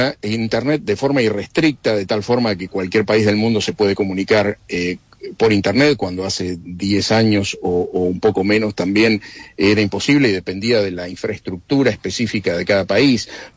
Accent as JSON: {"language": "Spanish", "country": "Argentina"}